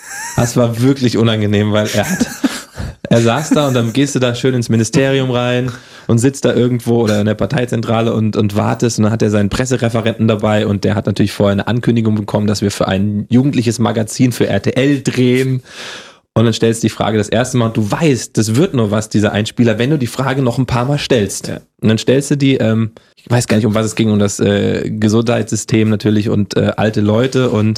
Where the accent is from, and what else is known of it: Hesse, Germany; accent: Hessian